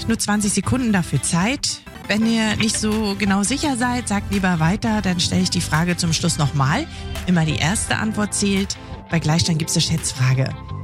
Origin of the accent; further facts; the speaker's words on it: Rostock, Mecklenburg-Vorpommern, Germany; born there; Meine Geburtsstadt Rostock ist ja einfach fantastisch.